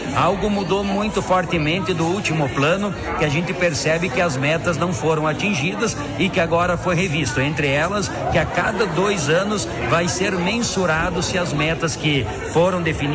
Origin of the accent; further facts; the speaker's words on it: Brazil; aqui nós somos brasileiros